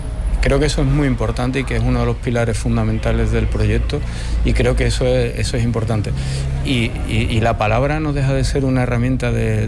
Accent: Andalusia, Spain; Y para nosotros como andaluces y como andaluces más

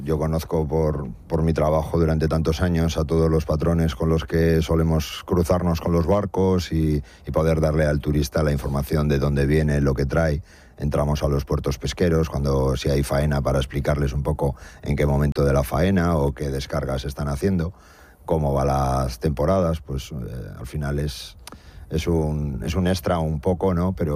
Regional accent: Colindres, Cantabria, Spain; Yo soy de Colindres.

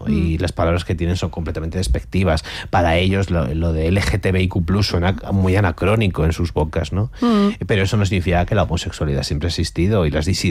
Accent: Andalusia, Spain; y yo soy del Levante. Yo he descubierto la comida del Levante y la cultura del Levante con mis amigos y con mi novio.

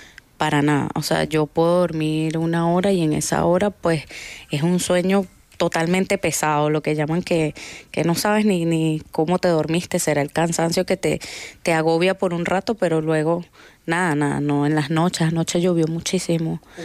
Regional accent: La Guaira, Venezuela; crecimos en La Guaira, o sea, nacimos ahí y yo... O sea, pasamos la tragedia de Vargas, yo tenía 14 años.

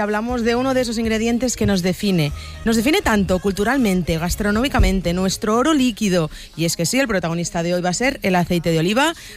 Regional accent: Spain

